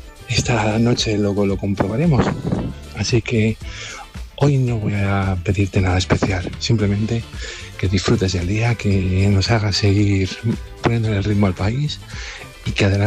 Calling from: Alcorcón, Community of Madrid, Spain; de Alcorcón.

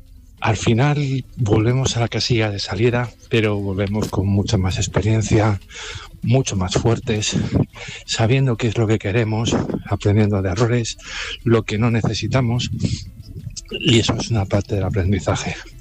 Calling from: Alcorcón, Community of Madrid, Spain

